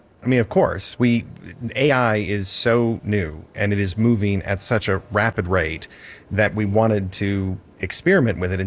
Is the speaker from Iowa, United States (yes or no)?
no; North Dakota, United States; Growing up in North Dakota, it is state law that you're interested in Theodore Roosevelt